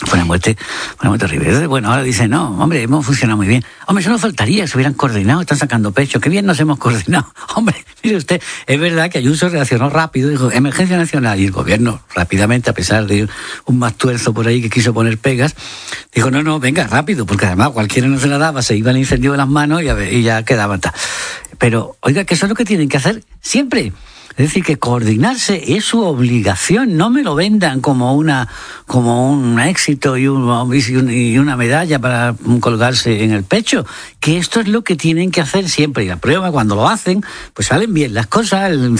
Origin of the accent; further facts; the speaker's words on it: Marchena, Andalusia, Spain; cuadros extraordinarios de las quemas de rastrojo en la Vega de Carmona y en el Viso y todo eso, aparte de mi pueblo, de Marchena, etc.